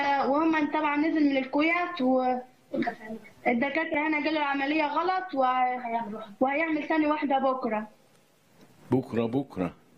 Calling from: Dayrout, Asyut Governorate, Egypt; تبع محافظة أسيوط

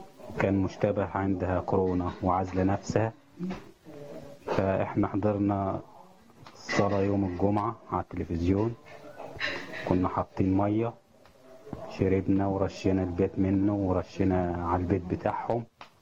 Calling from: Giza, Giza Governorate, Egypt; من الجيزة.

